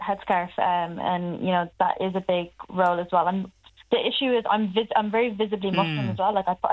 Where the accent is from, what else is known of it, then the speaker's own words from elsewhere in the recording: Ireland; accent: Irish; now in Dublin, Ireland; I've been born and raised in Ireland